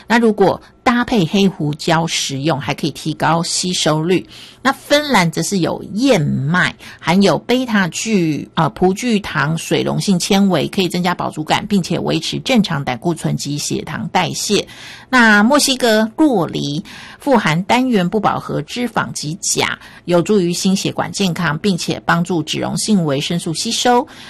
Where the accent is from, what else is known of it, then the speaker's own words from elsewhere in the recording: Taiwan; 我们台湾这边也不难拿到嘛